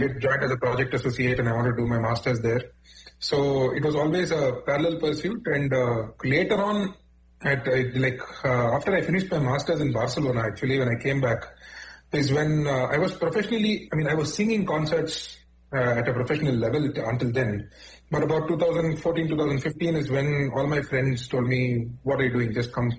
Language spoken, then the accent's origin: English; Mumbai, Maharashtra, India; now in Chennai, India; I grew up and I was born and raised in Mumbai.